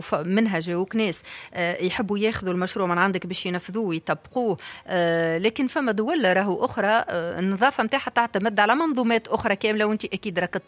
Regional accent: Tunisia

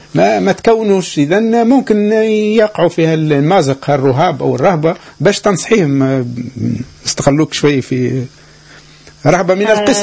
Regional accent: Tunisia; عندنا في تونس

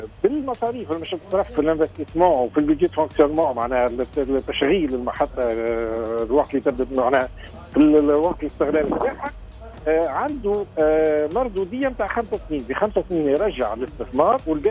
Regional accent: Tunisia; عندنا في تونس

